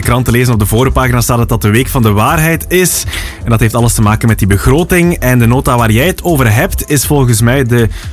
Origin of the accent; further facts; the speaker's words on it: Belgium